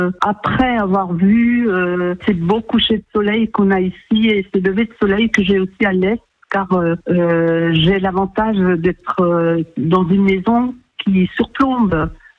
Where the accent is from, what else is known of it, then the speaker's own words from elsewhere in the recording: Grand Est, France; now in Liverdun, France; je suis née en Moselle.